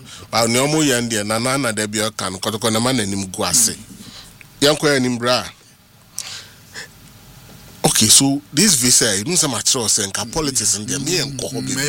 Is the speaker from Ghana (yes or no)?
yes; Ghana; But I mean, could be as a man, but I only rationalize the issue as a Ghanaian.